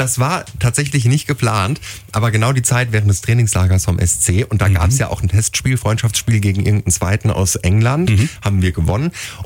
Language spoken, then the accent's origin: German; Freiburg, Baden-Württemberg, Germany; ich komme auch aus Freiburg.